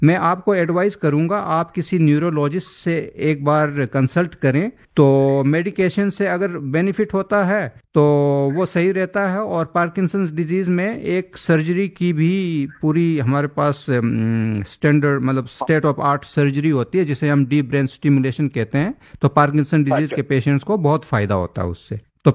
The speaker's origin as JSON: {"language": "Hindi", "region": "Himachal Pradesh", "country": "India", "said": "मैं भी पहाड़ी हूँ, मैं हिमाचल से हूँ।"}